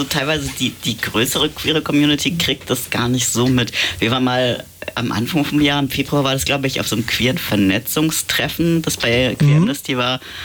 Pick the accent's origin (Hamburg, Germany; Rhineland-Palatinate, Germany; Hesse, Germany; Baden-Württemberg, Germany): Hamburg, Germany; Also ich komme aus Harburg, sag mal ganz leise.